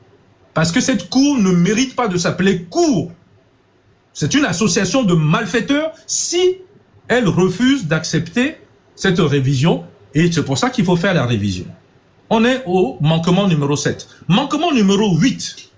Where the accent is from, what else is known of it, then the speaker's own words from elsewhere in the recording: Togo; je suis noir, togolais, et je viens du Togo.